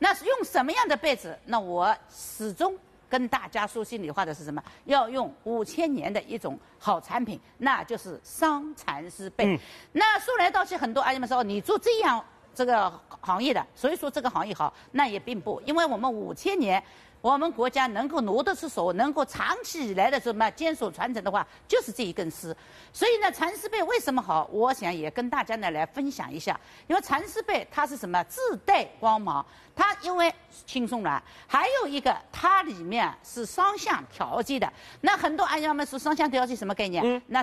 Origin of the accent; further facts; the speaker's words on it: Shanghai, China; 我们叫上海人说起来叫把梦起，对不对？那我们土话呢就是叫把梦起